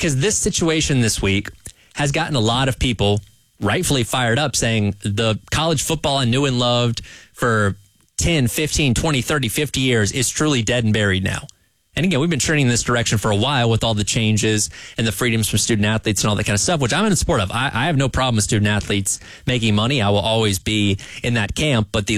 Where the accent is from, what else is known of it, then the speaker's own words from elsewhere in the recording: Atlanta, Georgia, United States; Like I grew up in Georgia, so I'm a Rays fan and a Falcons fan. And I chose those teams because they are representing my state, representing my city of Atlanta